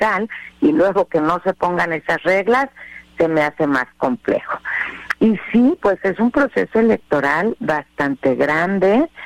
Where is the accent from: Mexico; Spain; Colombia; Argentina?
Mexico; Me parece que como mexicanas y mexicanos sí tenemos que estar muy atentos a exigirles por la independencia, la imparcialidad.